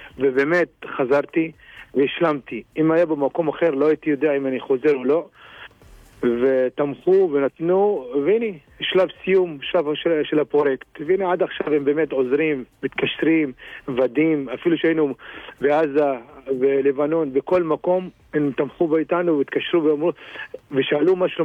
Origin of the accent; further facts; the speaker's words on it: Tuba-Zangariyye, Northern District, Israel; מטובה זנגריה